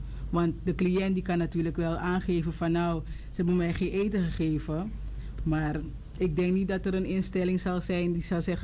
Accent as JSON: {"language": "Dutch", "country": "Suriname", "said": "We zijn Surinamers en we zijn meestal gewend dat alle kinderen zeg maar bemoeienis willen hebben."}